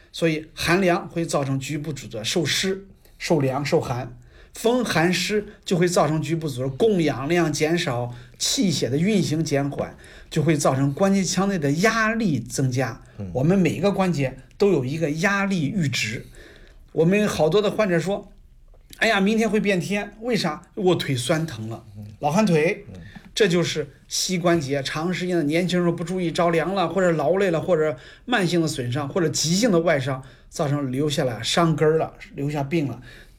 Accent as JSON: {"language": "Chinese", "country": "China", "said": "我们中国人"}